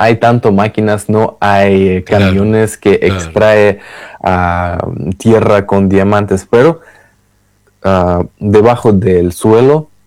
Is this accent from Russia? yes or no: yes; Russia; Spanish is a second language; now in Saint Petersburg, Russia; Yo soy como ciudadano ruso